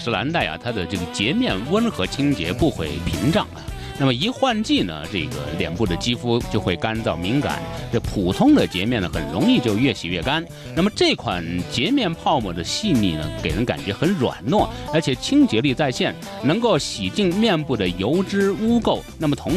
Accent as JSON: {"language": "Chinese", "region": "Yunnan", "country": "China", "said": "咱们云南人"}